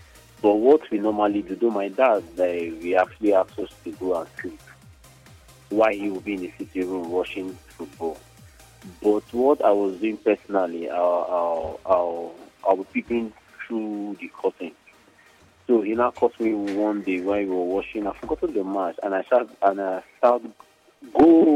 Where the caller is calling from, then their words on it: Nigeria; I'm calling from Ajibe State.